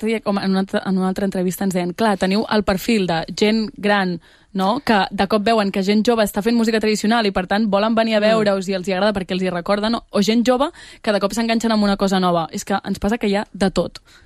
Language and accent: Catalan; Barcelona, Catalonia, Spain; nosaltres que som de Barcelona